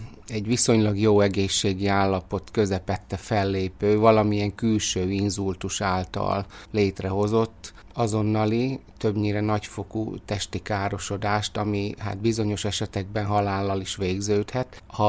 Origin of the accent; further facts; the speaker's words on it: Szabolcs-Szatmár-Bereg, Hungary; Kis faluból származom, Szabolcs megyéből, onnan vezetett az utam ide a református kollégiumba